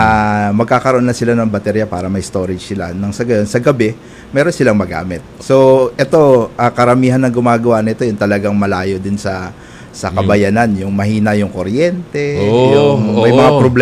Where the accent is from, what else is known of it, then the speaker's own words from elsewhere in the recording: Meycauayan, Central Luzon, Philippines; taga Maykawayan po ako.